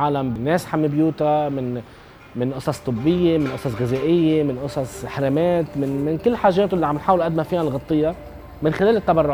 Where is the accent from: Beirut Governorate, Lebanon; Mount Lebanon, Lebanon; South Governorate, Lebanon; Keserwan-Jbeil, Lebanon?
Beirut Governorate, Lebanon; Beirut; moved away; أنا فعليا من بيروت وكنت عايش برات لبنان